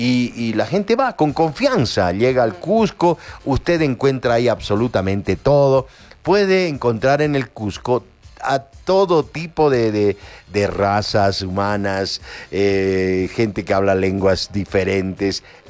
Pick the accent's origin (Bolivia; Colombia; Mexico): Bolivia